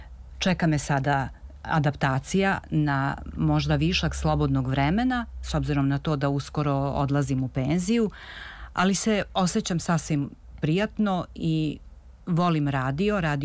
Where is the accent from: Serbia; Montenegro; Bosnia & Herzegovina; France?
Serbia; Kruševac, Šumadija and Western Serbia; mada je moja karijera počela u Radio Kruševcu, odakle sam ja inače